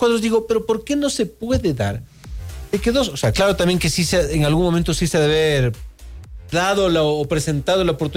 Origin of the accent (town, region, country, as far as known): Ecuador